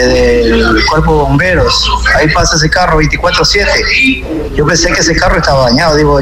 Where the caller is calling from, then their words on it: Santa Elena, Ecuador; Yo soy habitante de Santa Elena